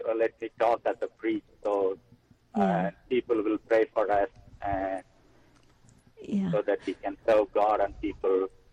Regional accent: India; English is a second language; now in United States; I'm originally from India, and I missed one of my priest friends

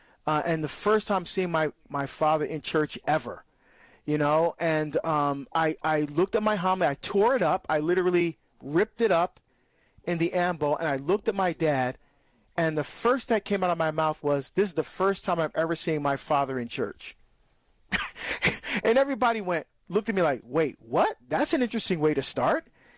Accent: Barbados; very popular in my country, my home country of Barbados. In fact, when my daughter Angela and I go home, I call home Barbados, that's where I'm from, right?

